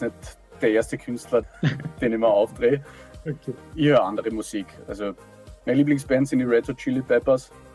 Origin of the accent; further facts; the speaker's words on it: Klagenfurt, Carinthia, Austria; ich bin in Klagenfurt aufgewachsen und bin eigentlich seit meiner Kindheit immer im Klagenfurter Strandbad